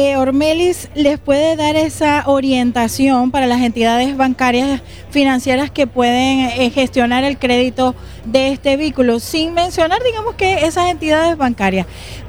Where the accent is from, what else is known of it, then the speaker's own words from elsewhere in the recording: Venezuela; así es que los venezolanos vamos consiguiendo nuestras metas y nuestros éxitos.